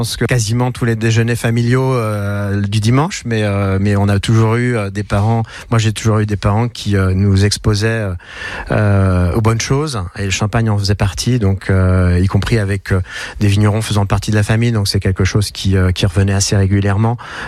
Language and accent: French; Épernay, Grand Est, France; moved away as an adult; also born or lived in Paris / California; now in Luxembourg; Je suis né à Épernay même.